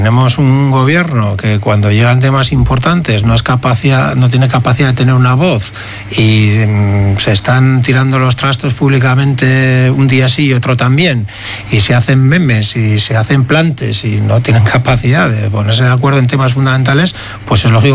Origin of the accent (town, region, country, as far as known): Basque Country, Spain